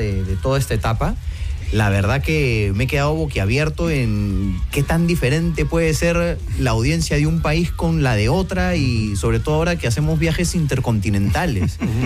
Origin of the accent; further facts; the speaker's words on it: Peru; Yo soy de Perú.